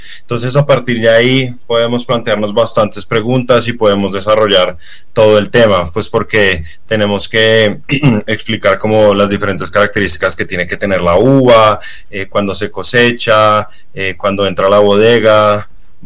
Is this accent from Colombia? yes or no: yes; Colombia; Bueno, pues bueno … colombiano, sommelier con un poco más de década y media de experiencia en el mundo del vino